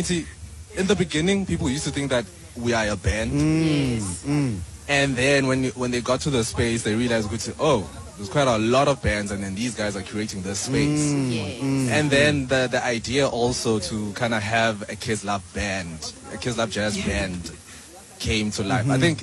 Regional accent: Johannesburg, Gauteng, South Africa; Yeah, I mean, we're from Joburg. We started in Joburg around Bram.

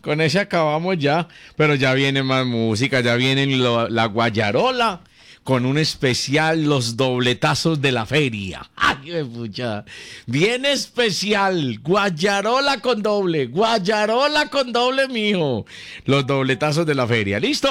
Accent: Barbosa, Antioquia, Colombia; yo me crié en Barbosa.

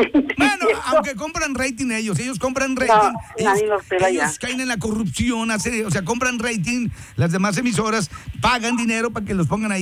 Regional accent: Veracruz, Mexico; Todos crecimos ahí, en Veracruz y Laguna de Tamiagua.

